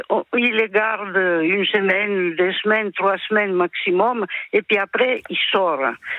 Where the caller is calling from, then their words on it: Paris, Île-de-France, France; Non, je ne suis pas à Strasbourg, je suis à Paris.